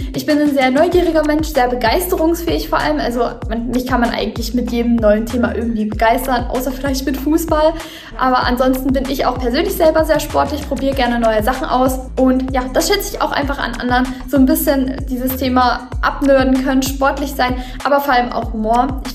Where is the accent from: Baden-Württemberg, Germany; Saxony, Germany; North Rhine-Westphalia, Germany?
Saxony, Germany; Dresden; ich komme hier auch aus Dresden. Ich bin 25